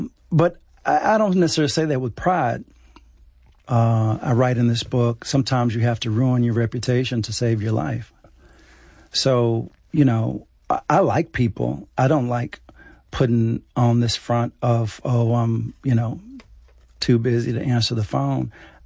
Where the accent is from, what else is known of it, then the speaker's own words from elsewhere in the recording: Dallas, Texas, United States; I went back to Texas. I went to Austin. I'm from Dallas.